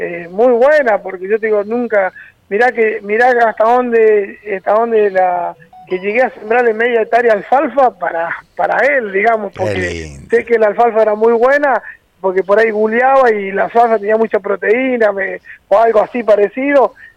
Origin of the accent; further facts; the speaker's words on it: La Paz, Entre Ríos, Argentina; moved away; yo soy de La Paz, Entre Ríos